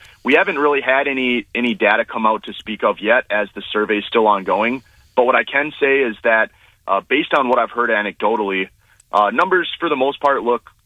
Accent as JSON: {"language": "English", "region": "Wisconsin", "country": "United States", "tie": "born or raised there", "moved": "yes", "said": "I grew up in Wisconsin"}